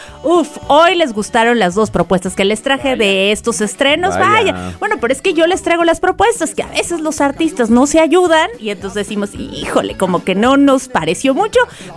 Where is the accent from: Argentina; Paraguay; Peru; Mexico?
Mexico; el orgullo mexicano, los valores que tenemos como mexicanos.